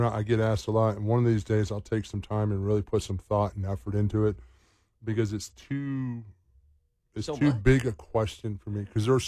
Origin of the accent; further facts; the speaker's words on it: the South, United States; Now, I'm from the South